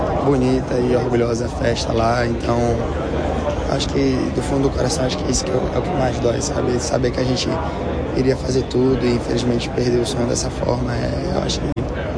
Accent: Brazil

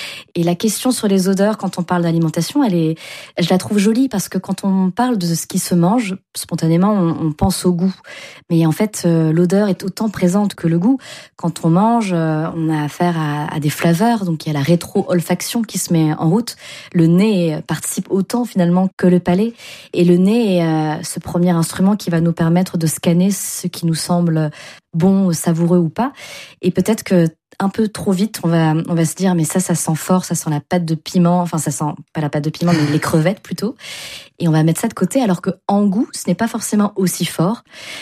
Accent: France; born there; que nos parents sont nés au Vietnam ou ailleurs, que nous on est nés en France

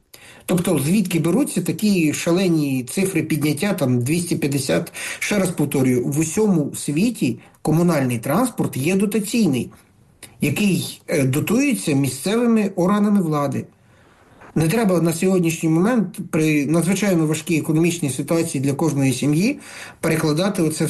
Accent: Kyiv, Ukraine; ми всі кияни, правда? Ми ж всі платимо тут податки, ми всі живемо в тому місті.

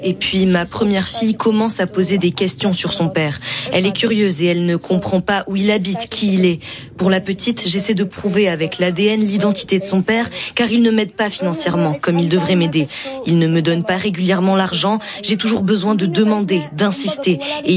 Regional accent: Davao, Davao Region, Philippines; moved away; Je suis là depuis que j'ai quitté ma province. Je suis de Davao. C'est ma sœur qui vivait déjà ici, qui nous a fait venir avec ma mère et mon premier fils pour venir travailler.

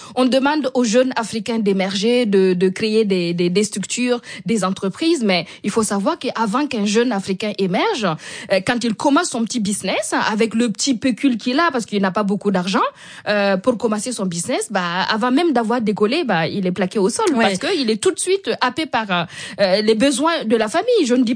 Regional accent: Burkina Faso; notamment chez moi au Burkina, ils ont établi des bons pour retenir les flux financiers de la diaspora.

